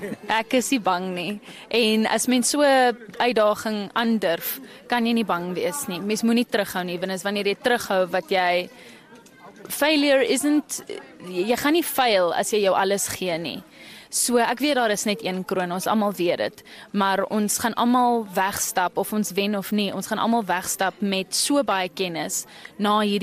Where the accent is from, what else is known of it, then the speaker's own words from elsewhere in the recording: Windhoek, Khomas, Namibia; Ek is 27, ek is gebore en groot geword in Windhoek, maar my familie kom van Gobabis af. Ek is eintlik 'n